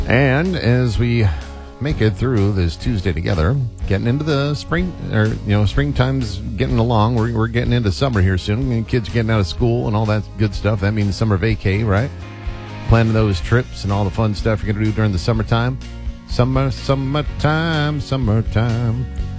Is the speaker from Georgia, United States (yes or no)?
no; California, United States; moved away; I'm from Southern California.